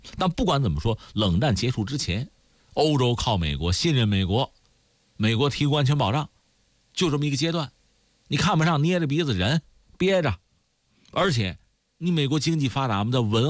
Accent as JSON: {"language": "Chinese", "country": "China", "said": "我们中国人"}